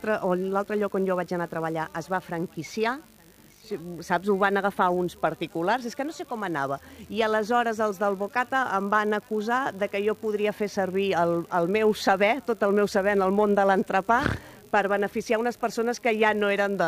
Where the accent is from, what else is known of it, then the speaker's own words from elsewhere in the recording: Mataró, Catalonia, Spain; Bueno, jo soc de Rocafonda també, com el Lamine Yamal.